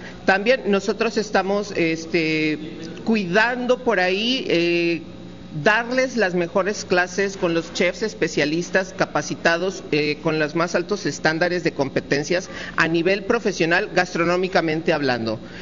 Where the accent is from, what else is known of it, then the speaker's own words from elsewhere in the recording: Mexico; Somos mexicanos